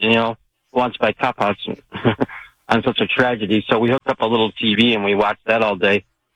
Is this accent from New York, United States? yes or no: yes; New York, United States; now in Maui, United States; from Maui. I was born in New York and grew up there, and I remember 9/11.